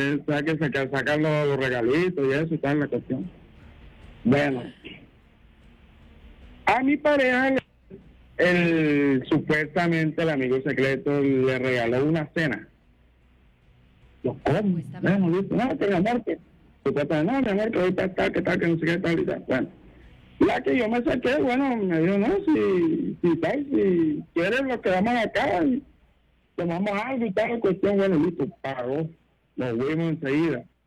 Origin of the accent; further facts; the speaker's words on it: Bolívar, Colombia; O sea, yo vivo acá en el Salvaje, pero yo soy costeño. Pero en la región momposina.